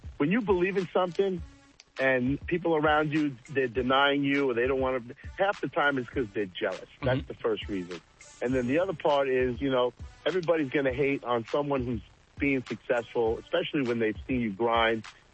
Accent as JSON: {"language": "English", "region": "New York", "country": "United States", "moved": "as an adult", "lives_now": "Florida, United States", "said": "I'm a New Yorker, you know, through and through."}